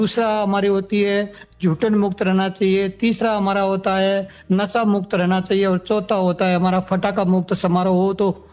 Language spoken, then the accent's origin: Hindi; Ekalgori, Rajasthan, India; मैं ओशिया तहसील के गांव एकलगोरी का रहने वाला हूं